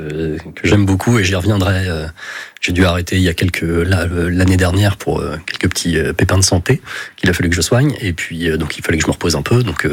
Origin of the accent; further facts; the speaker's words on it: Mont-Saint-Aignan, Normandy, France; also born or lived in Luc-sur-Mer / Rouen; Je suis né à Mont-Saint-Aignan, mais c'est à Luc-sur-Mer que j'ai passé quelques étés quand j'étais enfant